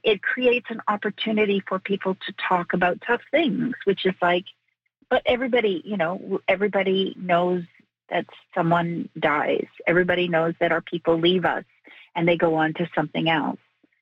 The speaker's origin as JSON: {"language": "English", "town": "Kitigan Zibi", "region": "Quebec", "country": "Canada", "said": "I'm Bear Clan. I'm Bear Clan from Gitagunzi, the Algonquin First Nation in Quebec."}